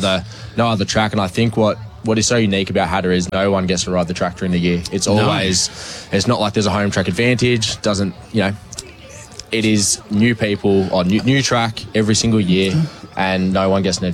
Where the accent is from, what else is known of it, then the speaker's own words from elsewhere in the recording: Melbourne, Victoria, Australia; So I'm a Melbourne boy, and I was, got a few training tracks up here.